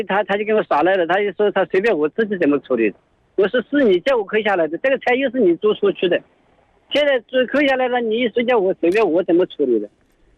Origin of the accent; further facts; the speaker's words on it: Shaoyang, Hunan, China; moved away; 送到我们老家，送到是湖南邵阳